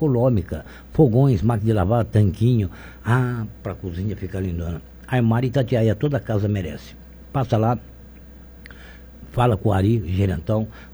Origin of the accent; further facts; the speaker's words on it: Três Lagoas, Mato Grosso do Sul, Brazil; moved away; Três Lagoas, minha terra natal